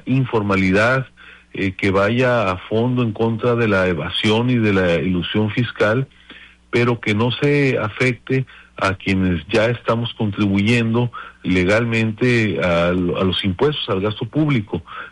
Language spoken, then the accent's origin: Spanish; Mexico